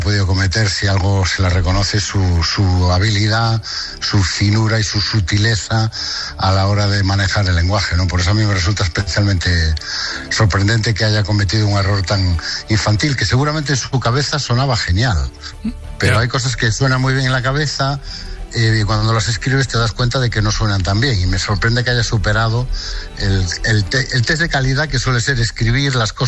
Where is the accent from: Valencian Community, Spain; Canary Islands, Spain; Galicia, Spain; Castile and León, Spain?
Galicia, Spain; Sí. Yo, hombre, yo soy de la Mañía de Lugo, que es lo más gallego que se puede ser.